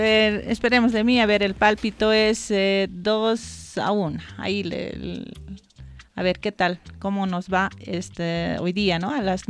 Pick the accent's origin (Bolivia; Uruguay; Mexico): Bolivia; nosotros también como bolivianos